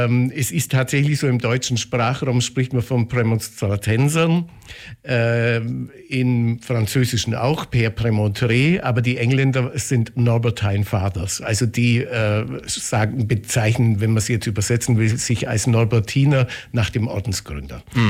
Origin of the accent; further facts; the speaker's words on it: Bavaria, Germany; Naja, ich stamme gebürtig sogar aus dem Landkreis Neuem und kenne das Kloster eigentlich von Kindesbeinen an, zumindest als Gebäude. Ich war in Weißenhorn am Gymnasium